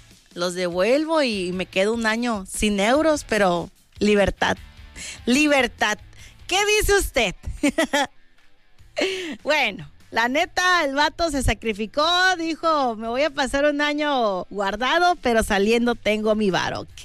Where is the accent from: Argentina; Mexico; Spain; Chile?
Mexico; Y es que sabes cómo somos los mexicanos, hasta que no nos pasan las cosas